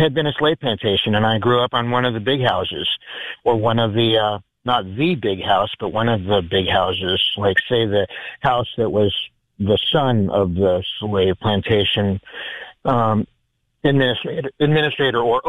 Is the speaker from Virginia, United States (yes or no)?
yes; Chesapeake, Virginia, United States; now in San Diego, United States; I grew up in a place called Chesapeake, Virginia. More specifically, Great Bridge, Virginia.